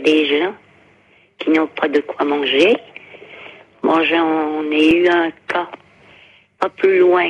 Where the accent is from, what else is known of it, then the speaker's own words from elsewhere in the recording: Foncine-le-Bas, Bourgogne-Franche-Comté, France; now in Champagnole, France; Et moi, mon village d'origine, c'était Foncine-le-Bas.